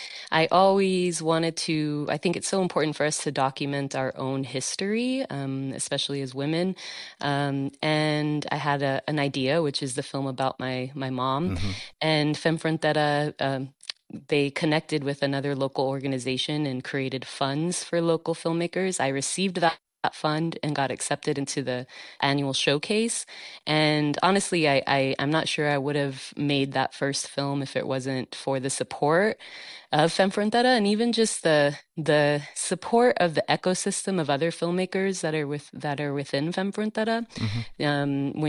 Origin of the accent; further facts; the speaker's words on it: El Paso, Texas, United States; I grew up in El Paso, and that's not the reality of the lives that live there.